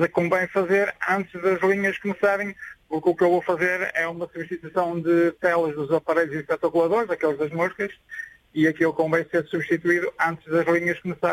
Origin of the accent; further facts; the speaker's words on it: Vila Nova de Gaia, Porto, Portugal; Eu, Vila Nova de Gaia, Canelas.